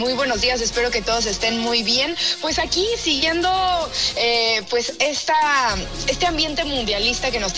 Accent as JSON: {"language": "Spanish", "country": "Mexico", "said": "sí soy mexicana y me encanta ser mexicana"}